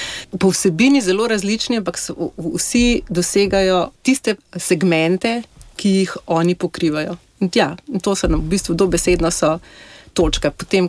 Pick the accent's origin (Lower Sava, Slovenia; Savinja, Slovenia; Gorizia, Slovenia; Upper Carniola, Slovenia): Upper Carniola, Slovenia; Križe; Ja, jaz sem rojena v Alpah, v bistvu v vasici Križe, pod Kriško goro. Tako da razdijala sem se v gorah.